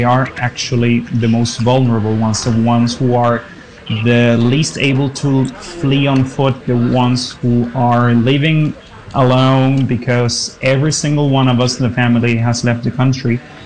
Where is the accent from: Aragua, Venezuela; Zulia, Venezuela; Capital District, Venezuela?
Capital District, Venezuela; Caracas; now in Frankfurt, Germany; I'm from Caracas